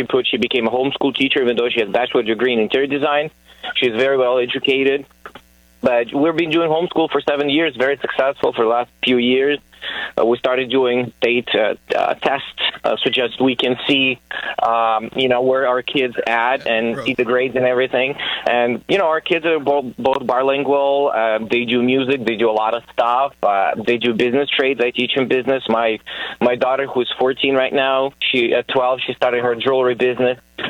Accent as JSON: {"language": "English", "country": "Ukraine", "moved": "yes", "lives_now": "United States", "said": "It was a weird idea for me. I'm from Ukraine originally. U.S. citizen for 15 years."}